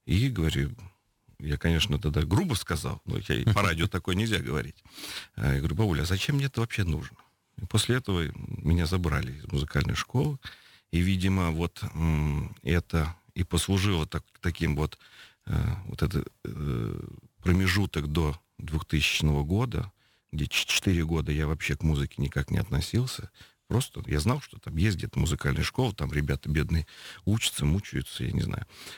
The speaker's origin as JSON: {"language": "Russian", "town": "Novokuybyshevsk", "region": "Samara Oblast", "country": "Russia", "tie": "born or raised there", "said": "я вырос в Новокуйбышевске, родился в Новокуйбышевске"}